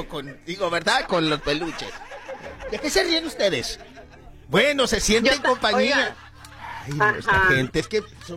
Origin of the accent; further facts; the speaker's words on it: Badiraguato, Sinaloa, Mexico; Yo soy de Badiraguato, mija